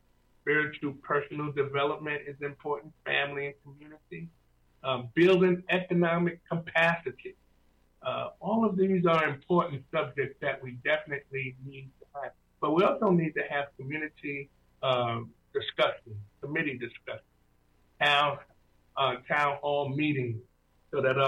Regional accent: Bronx, New York, United States; So I grew up in the North Bronx, where, it's sometimes it's tough being in a community that is in transition or different things like that.

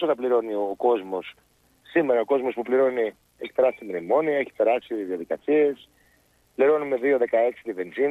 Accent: Piraeus, Attica, Greece; Εγώ, επειδή είμαι από τον Πειραιά και είμαι νοικιώτης

